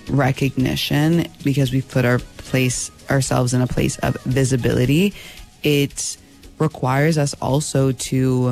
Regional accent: Canada; sometimes I do forget that I'm Canadian

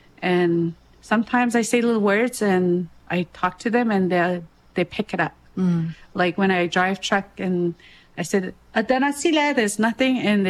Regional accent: Northwest Territories, Canada; I'm from Dene, like the Dalene Gotine

